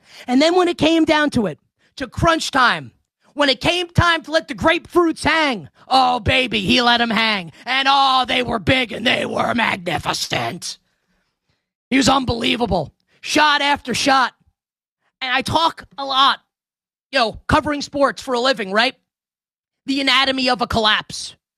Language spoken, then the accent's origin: English; New York City, New York, United States; I'm a Knicks fan, and I'm a New Yorker.